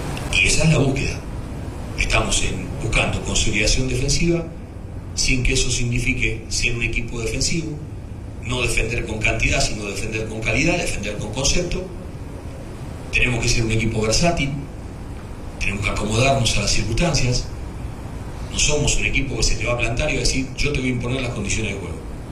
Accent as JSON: {"language": "Spanish", "country": "Paraguay", "said": "Sin que eso signifique perder de vista que somos paraguayos."}